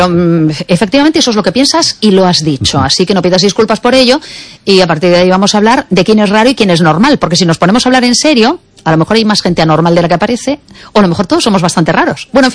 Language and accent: Spanish; Galicia, Spain; no sería justo que me digan que soy menos, comillas, gallega, sea lo que fuere, que signifique eso, ¿me entendéis?